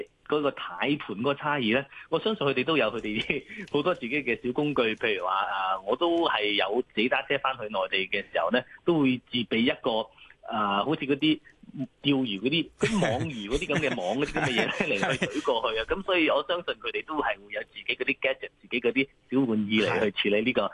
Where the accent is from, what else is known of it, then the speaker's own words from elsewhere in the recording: Hong Kong; 即係我哋香港人一般嚟講